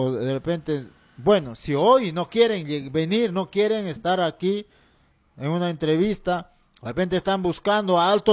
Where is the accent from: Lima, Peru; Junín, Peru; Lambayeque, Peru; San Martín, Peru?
Junín, Peru; moved away; also born or lived in Ricrán, Jauja, Junín; mi centro poblado donde me vio crecer, centro poblado Unión Autiqui